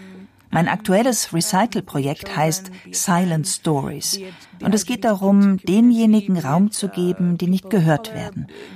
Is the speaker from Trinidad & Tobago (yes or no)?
yes; Trinidad & Tobago; moved away